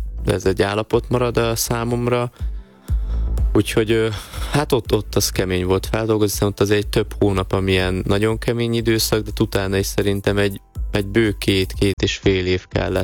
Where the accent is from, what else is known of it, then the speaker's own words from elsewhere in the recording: Nagyváty, Baranya, Hungary; born there; apukám maradt otthon a bátyámmal, ugye Pécs mellett, nagyvátyon, ugye szülőfalumba